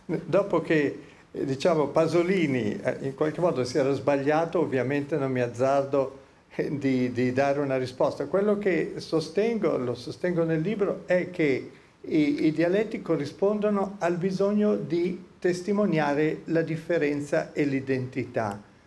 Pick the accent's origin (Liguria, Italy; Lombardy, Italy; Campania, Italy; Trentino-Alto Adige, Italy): Lombardy, Italy; Milan; Io non parlo nessun dialetto, io sono milanese, ne parlo un po' di dialetti in verità, ma per ragioni di studio, perché parlo il milanese, il bergamasco, il friulano.